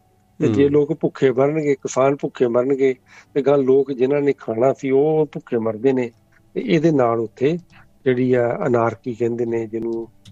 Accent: Amritsar, Punjab, India; moved away as an adult; ਹਾਂਜੀ ਮੈਂ ਵੀ ਉਸੇ ਜੰਮਿਆ ਪੜਿਆ, 22 ਸਾਲ ਤੱਕ ਮੈਂ ਉੱਥੇ ਰਿਹਾ, ਇੱਦਾਂ ਦੀ ਹਨੇਰੀ ਚੱਕੜ ਕਦੀ ਨਹੀਂ ਸੀ ਵੇਖਿਆ।

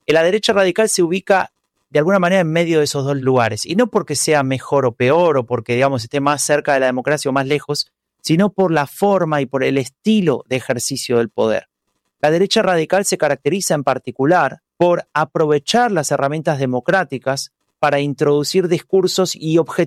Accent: Argentina; Yo soy argentino, entonces también entiendo que esas diferencias de derecha e izquierda a veces cuesta utilizarlas

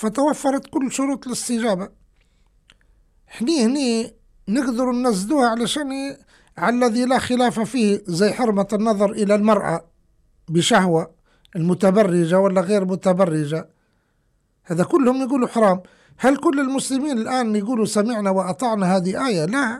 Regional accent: Libya

